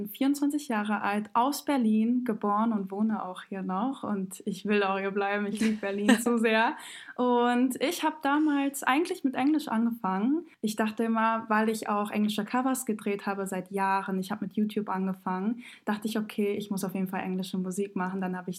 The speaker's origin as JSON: {"language": "German", "country": "Montenegro"}